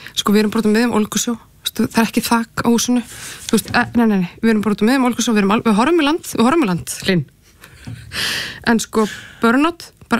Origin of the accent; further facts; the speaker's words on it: Capital Region, Iceland; En ég ólst upp á Bergþórgötunni